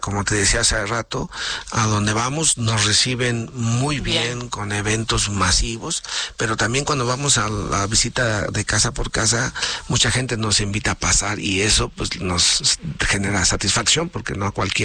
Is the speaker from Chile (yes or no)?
no; Paracho, Michoacán, Mexico; Soy originario de ahí, de la meseta Purépecha, orgullosamente de mis raíces, de esta zona.